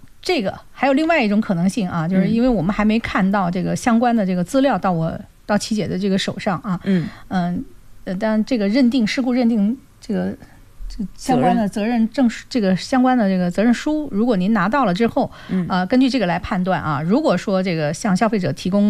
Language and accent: Chinese; China; 我们中国人呢是讲究锅气的